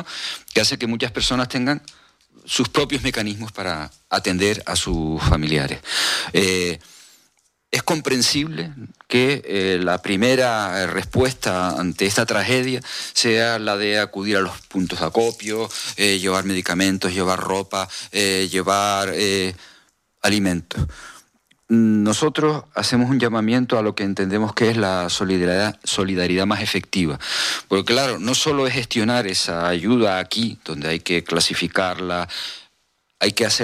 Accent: Canary Islands, Spain; En una sociedad como la canaria, tan estrechamente vinculada con Venezuela, donde tenemos relaciones familiares directas con personas en el terreno

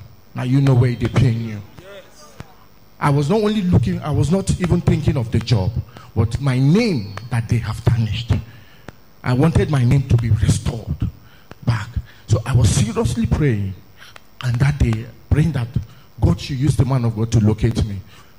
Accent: Cross River, Nigeria; now in Abuja, Nigeria; I am from Cross River State. I stay in Bega.

